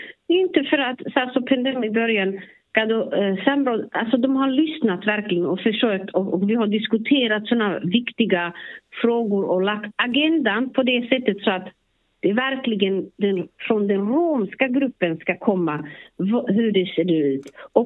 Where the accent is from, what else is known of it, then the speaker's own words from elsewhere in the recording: Slovakia; Swedish is a second language; Jag kommer från Slovakien